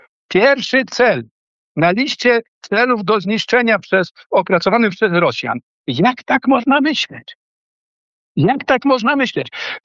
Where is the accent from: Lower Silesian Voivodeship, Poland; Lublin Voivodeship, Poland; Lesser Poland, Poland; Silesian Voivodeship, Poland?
Lublin Voivodeship, Poland; Kraśnik; bo jestem z okolic Kraśnika. Tam jest mój brat, tam jest moja rodzina, tam są groby moich rodziców i wujów, dziadków i tak dalej.